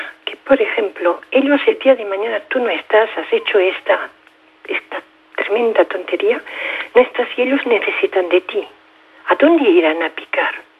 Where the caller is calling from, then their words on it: Cerdanyola del Vallès, Catalonia, Spain; yo vivo en Cerdanyola, nosotros vivimos en Cerdanyola.